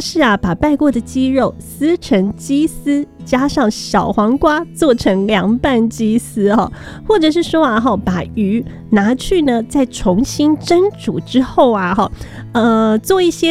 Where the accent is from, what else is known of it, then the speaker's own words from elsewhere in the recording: Taiwan; 我们台湾人